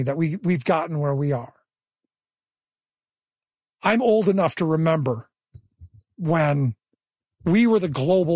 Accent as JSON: {"language": "English", "town": "Cleveland", "region": "Ohio", "country": "United States", "tie": "born or raised there", "said": "I grew up in Cleveland, a manufacturing powerhouse in its day."}